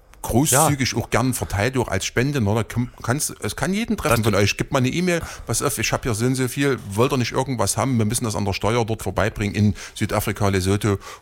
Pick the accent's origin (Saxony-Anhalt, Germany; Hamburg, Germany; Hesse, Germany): Saxony-Anhalt, Germany; Ich komme ja aus Sachsen-Anhalt.